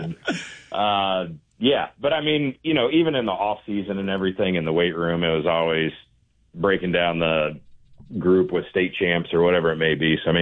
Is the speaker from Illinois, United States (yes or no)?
yes; Springfield, Illinois, United States; growing up in Springfield